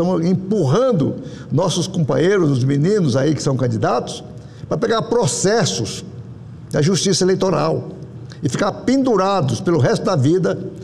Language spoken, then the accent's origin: Portuguese; Rondônia, Brazil; Lá no meu estado de Rondônia